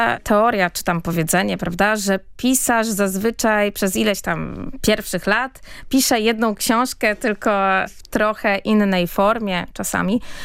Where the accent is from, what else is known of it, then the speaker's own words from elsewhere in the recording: Połaniec, Świętokrzyskie Voivodeship, Poland; ja tam dalej mieszkam, jakby pomieszkuję, bo ja tak jeżdżę pomiędzy Turcją a Polską i dużo, no dalej mieszkam w Połańcu.